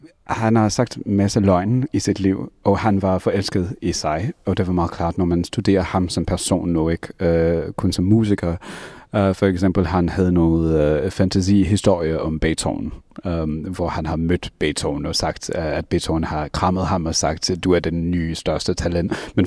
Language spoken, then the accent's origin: Danish; Hungary; Danish is a second language; now in New Jersey, United States; jeg kommer fra Ungarn, og min mormors mor, jeg ved ikke, hvordan man siger det på dansk